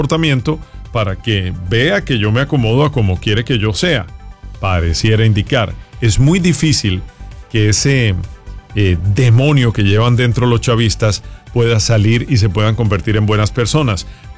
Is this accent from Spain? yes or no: no; Huila, Colombia; Esto es en el departamento del Huila, es el departamento de donde yo soy